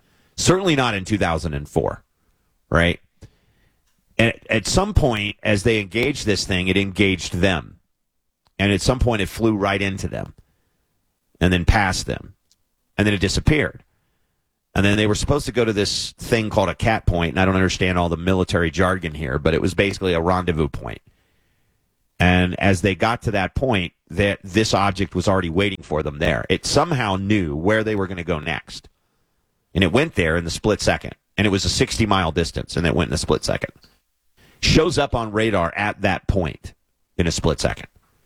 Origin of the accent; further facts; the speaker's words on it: Arizona, United States; growing up in Arizona, which is a high hot spot.